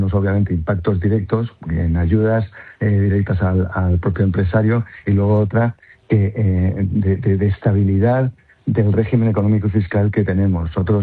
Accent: Ceuta, Spain; los ciudadanos de Ceuta, que somos tan españoles como los de Albacete o los de Madrid.

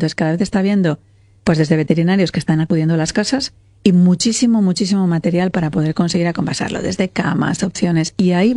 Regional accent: Valladolid, Castile and León, Spain; A mí me gusta mucho mi tierra, me gusta mucho poder estar aquí, la gente que somos de aquí

